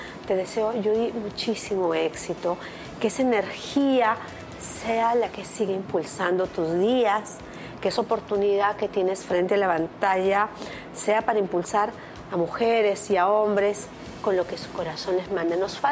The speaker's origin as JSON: {"language": "Spanish", "region": "Arequipa", "country": "Peru", "also_born_or_lived": "Puno", "moved": "yes", "said": "Yo soy arequipuneña porque le debo muchísimo a Arequipa y a Puno."}